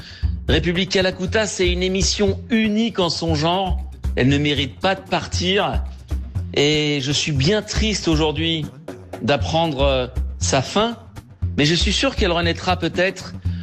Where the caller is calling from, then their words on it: France; j'appelle de France.